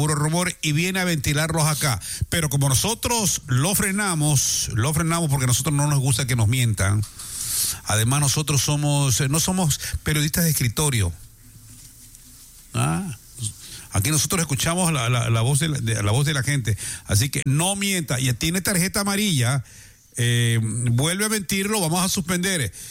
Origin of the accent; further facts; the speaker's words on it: Guayaquil, Guayas, Ecuador; nosotros somos de Guayaquil, estamos aquí en Guayaquil.